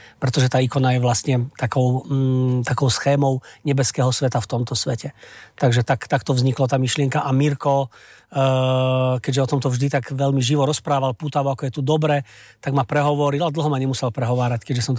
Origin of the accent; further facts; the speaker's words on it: Sučany, Žilina Region, Slovakia; pôsobil na Turci, odkiaľ pochádzam, v Sučanoch